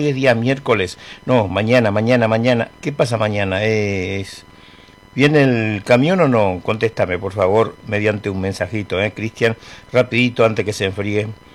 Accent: Presidencia de la Plaza, Chaco, Argentina; en mi pueblo, en Presidencia de la Plaza.

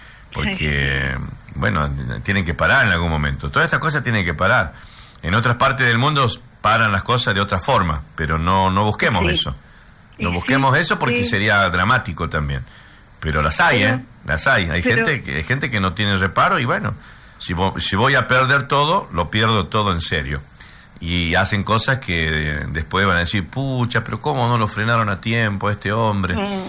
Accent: Argentina; Como buenos argentinos que somos.

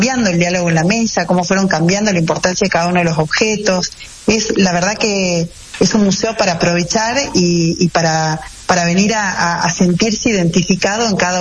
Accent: Salta, Argentina; todos somos salteños y que pertenecemos acá

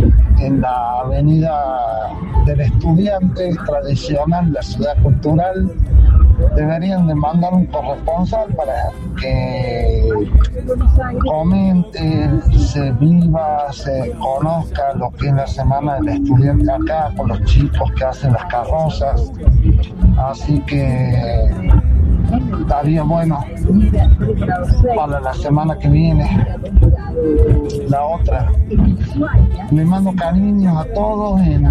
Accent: Córdoba, Argentina; moved away as an adult; now in Jujuy, Argentina; Acá escuchando como todos los días la cadena 3 desde Jujuy. Soy de Córdoba, pero estoy viviendo ya hace 3 años acá

